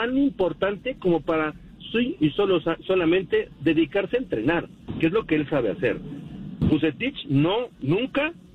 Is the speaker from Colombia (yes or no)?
no; Mexico; Y ya después, pues sí somos de México.